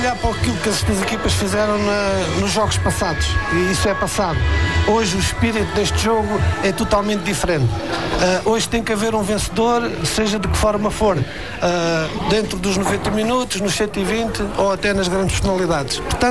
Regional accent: Mafra, Lisbon, Portugal; born there; also born or lived in Castelo Branco; Portanto, fui com 6 anos para Mafra. Não deixo de ser mais chaloido que albicastrense, não renego as minhas origens

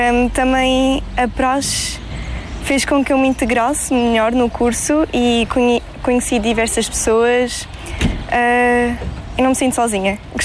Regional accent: Albufeira, Algarve, Portugal; tenho 21 anos e sou da Albufeira.

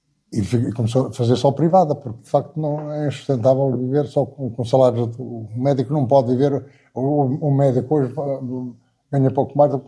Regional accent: Beira, Portugal; moved away as an adult; also born or lived in Lisbon; Eu não fugi da Beira, fugi da agricultura.

